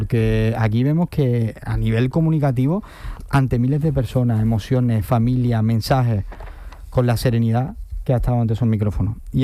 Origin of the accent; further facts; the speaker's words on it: Spain; como españoles creo que hemos disfrutado algo, una mijita nada más